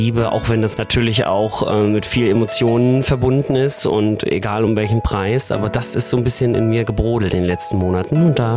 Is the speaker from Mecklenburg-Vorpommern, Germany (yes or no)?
yes; Wismar, Mecklenburg-Vorpommern, Germany; in meiner Heimatstadt, in Wismar. Das ist doch so eine Kleinstadt in MV.